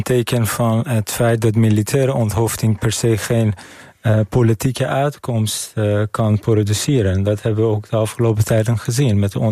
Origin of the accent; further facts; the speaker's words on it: Iran; now in Netherlands; Dat is iets wat mij persoonlijk als Iraniër zorgen baart.